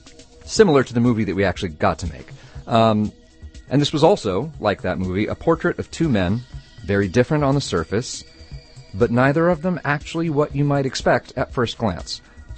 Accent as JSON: {"language": "English", "region": "Oklahoma", "country": "United States", "tie": "born or raised there", "said": "my home state of Oklahoma"}